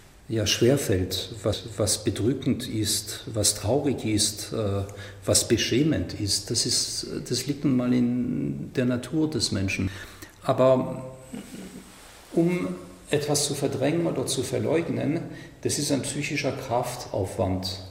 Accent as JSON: {"language": "German", "country": "France", "said": "Ich komme aus Frankreich."}